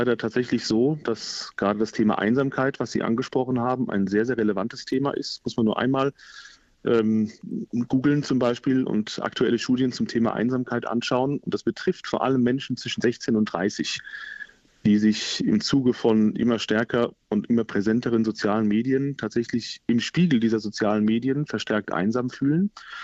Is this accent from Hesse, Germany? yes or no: yes; Limburg an der Lahn, Hesse, Germany; moved away; mein Vater, der auch gebürtiger Limburger ist, genauso wie ich